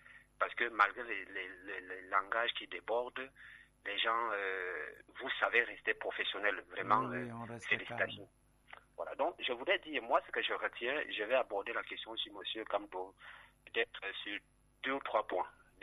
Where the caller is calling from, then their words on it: Yaoundé, Centre, Cameroon; Ah, je suis à Tam Tam.